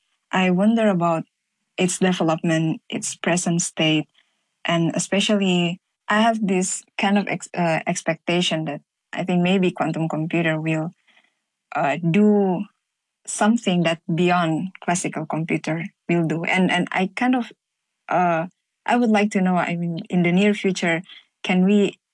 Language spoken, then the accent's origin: English; Indonesia; now in Budapest, Hungary; I'm originally from Indonesia, but now I'm living in Hungary.